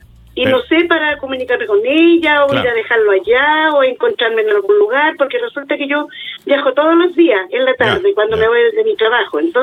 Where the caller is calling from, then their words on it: Coronel, Biobío, Chile; yo soy de Coronel, yo trabajo aquí en Pedro de Valdivia.